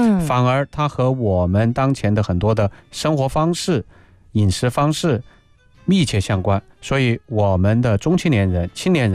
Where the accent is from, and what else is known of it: China